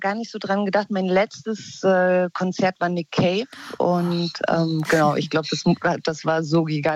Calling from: Berlin, Germany; Ich rufe aus Kreuzberg an.

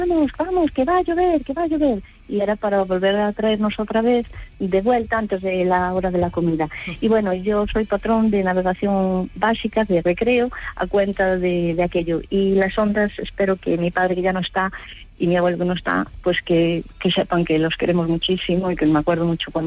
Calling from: Galicia, Spain; Pues mire, yo les llamo para decirle que soy de Galicia profunda, de cerca de la raya con Portugal

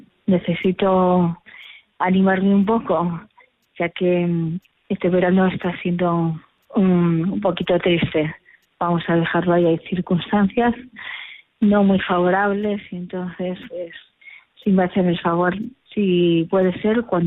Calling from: Madrid, Community of Madrid, Spain; Llamo de Madrid capital

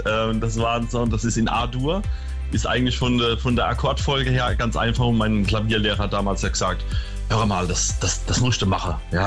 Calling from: Rhineland-Palatinate, Germany; weil es gibt zwar hier, klar, ne, öffentliche Rundfunksender in Rheinland-Pfalz

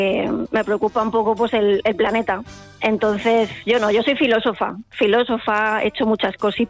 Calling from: Valencia, Valencian Community, Spain; Yo llamo desde Valencia.

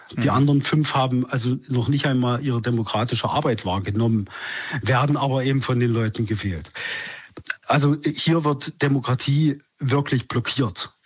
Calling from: Querfurt, Saxony-Anhalt, Germany; Ich komme aus Querfurt

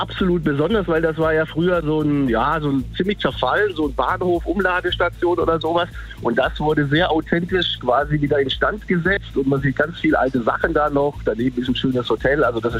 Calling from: Marburg, Hesse, Germany; Ich komme aus Marburg.

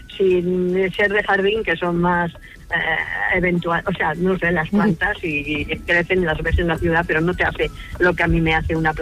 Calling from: Navarre, Spain

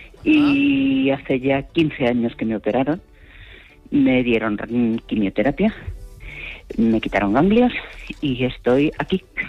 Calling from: Collado Villalba, Community of Madrid, Spain; vivo en Villalba

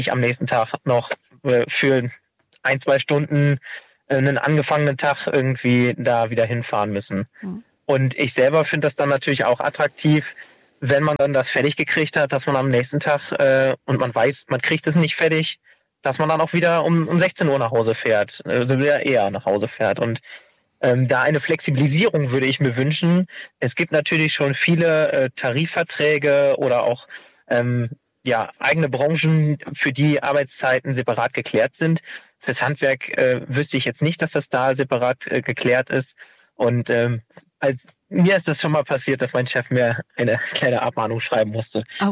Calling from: Bad Laer, Lower Saxony, Germany; Bad Laa, das ist genau 8 Kilometer von der Grenze entfernt.

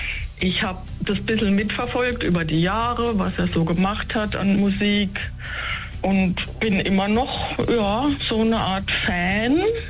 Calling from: Rhineland-Palatinate, Germany; wir sind ja Pfälzer, ne?

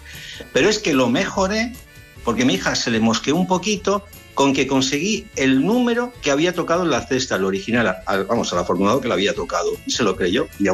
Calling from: Guadalajara, Castilla-La Mancha, Spain; soy de Guadalajara.

